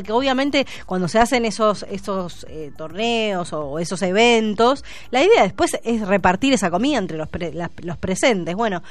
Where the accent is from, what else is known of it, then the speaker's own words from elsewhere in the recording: Argentina; estas cosas que nos queda como argentinos